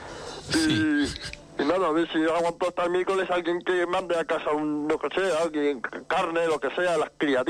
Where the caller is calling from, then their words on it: Segovia, Castile and León, Spain; te llamo de Segovia.